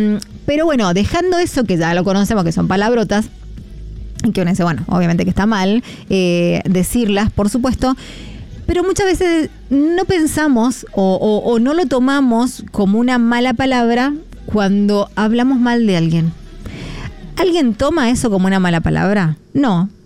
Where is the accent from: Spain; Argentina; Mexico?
Argentina; soy argentina